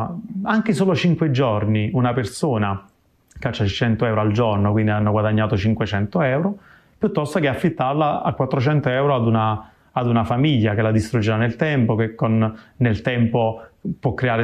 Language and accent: Italian; Naples, Campania, Italy; e noi da napoletani abbiamo difficoltà a trovare una pizzeria che faccia una pizza buona.